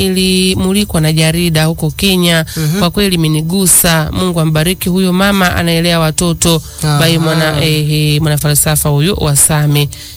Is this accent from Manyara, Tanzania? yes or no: no; Chato, Geita, Tanzania; natokea Mwekako au mtakuja Chato.